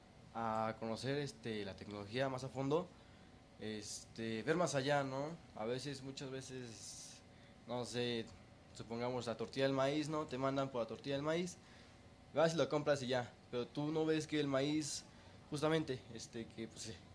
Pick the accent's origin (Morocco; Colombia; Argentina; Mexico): Mexico; San Salvador Atenco, State of Mexico; yo soy de San Salvador Atenco, pero estudio en Texcoco y hago mi servicio en Chapingo.